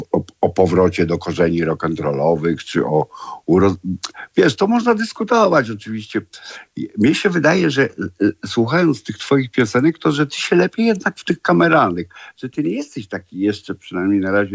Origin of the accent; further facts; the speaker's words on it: Warsaw, Masovian Voivodeship, Poland; also born or lived in Ursynów, Warsaw; ja się urodziłem na Żoliborzu